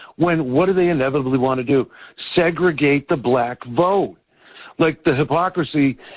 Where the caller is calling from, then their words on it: New England, United States; I'm from New England.